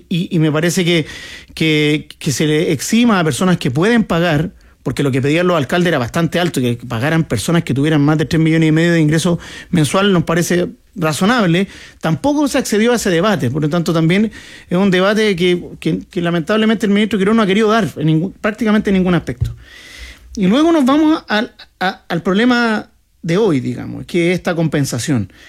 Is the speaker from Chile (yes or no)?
yes; Chile; siendo los mismos chilenos los que reciben, o sea, chilenos que suponemos que tienen los mismos derechos que otros, ¿cierto?